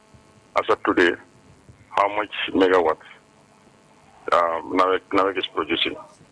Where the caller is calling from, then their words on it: Gambia; Interestingly, I'm calling you from Bashe.